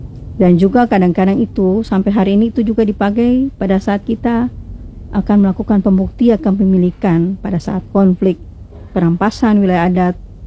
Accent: Maluku, Indonesia; Karena jujur saja kita di Maluku ini sangat sensitif soal tapal batas. Ego kita sebagai orang Maluku itu masih sangat tinggi soal tapal batas ini.

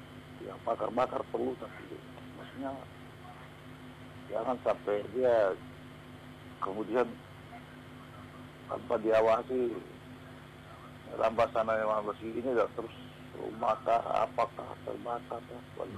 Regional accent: Eastern Indonesia, Indonesia; sudah menjadi budaya bagi kami di kawasan timur

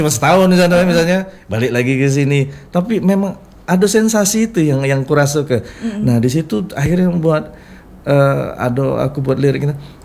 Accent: Palembang, South Sumatra, Indonesia; kita sebagai orang Palembang harus bangga

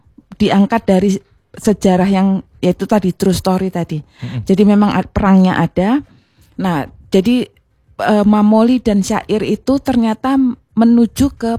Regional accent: Java, Indonesia; also born or lived in Sumba; Saya orang NTT, tetapi lahir besar di Jawa.

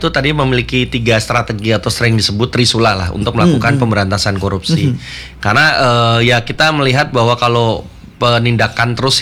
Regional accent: Yogyakarta, Special Region of Yogyakarta, Indonesia; Oh, saya asli Jogja.

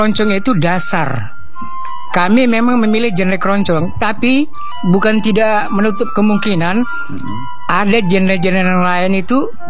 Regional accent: North Sumatra, Indonesia; born there; karena kami ini orang Jawa, ya putra Jawa kelahiran Sumatera.

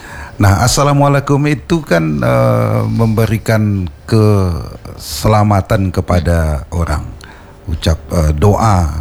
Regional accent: Riau, Indonesia; kita orang Melayu di Riau ini

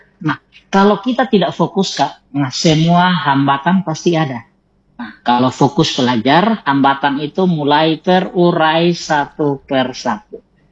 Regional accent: Mundek, Indonesia; Kampung saya di Mundek. Karena dulu-dulu kampung sekali.

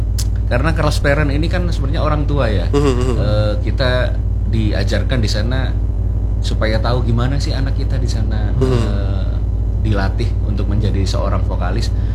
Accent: East Java, Indonesia; Saya aslinya Jawa Timur.

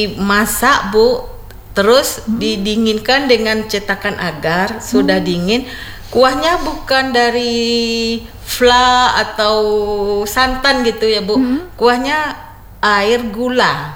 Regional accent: Koto Anau, West Sumatra, Indonesia; di kampung saya di Koto Anau ini

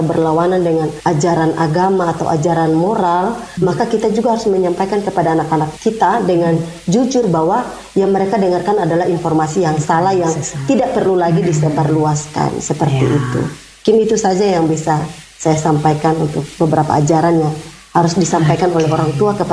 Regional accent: South Papua, Indonesia; sebagai warga Bovendigul

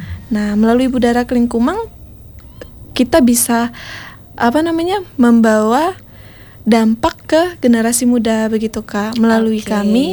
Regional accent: Sekadau, West Kalimantan, Indonesia; Karena kami dari Skadau, jadi kami terpilih saat pelaksanaan gawai daya di Skadau.

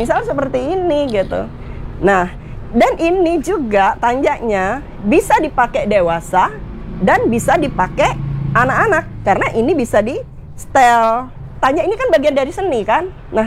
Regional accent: Natuna, Riau Islands, Indonesia; di tempat kita ini kan identik kan kita Melayu.

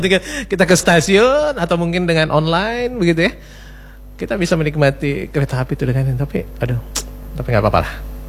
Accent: Makassar, South Sulawesi, Indonesia; kalau kita warga Makassar ya

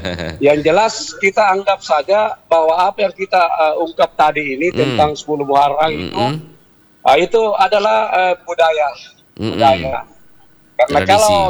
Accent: South Sulawesi, Indonesia; di kalangan kita ini, Bugis Makassar

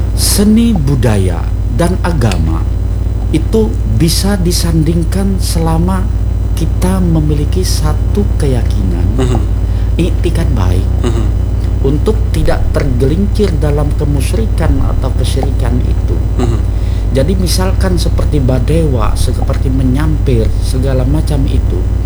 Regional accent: Bakumpai area, Indonesia; Kita orang suku Dayak Bakumpai ini memiliki toleransi yang luar biasa.

